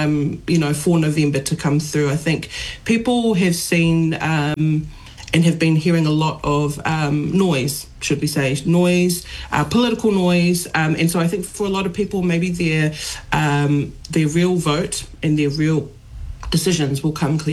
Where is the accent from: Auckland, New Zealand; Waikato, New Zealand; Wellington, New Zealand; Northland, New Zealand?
Wellington, New Zealand; I was born and raised in Wellington. My parents both migrated here to New Zealand. My dad from Samoa, from the villages of Apia and Whareula, and my mum from the villages of Motulau in New Weir.